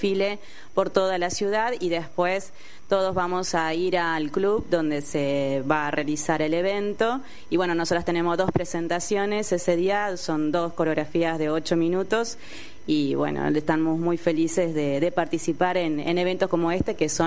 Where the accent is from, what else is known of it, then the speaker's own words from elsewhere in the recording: Colonia, Uruguay; y nosotras somos las únicas del exterior y de Uruguay.